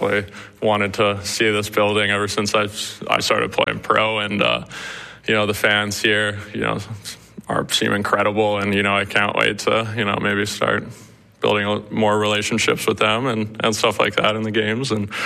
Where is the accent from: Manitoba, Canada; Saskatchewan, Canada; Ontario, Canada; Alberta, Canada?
Alberta, Canada; You know, I'm from Alberta, and it's a blessing to be here, that's for sure.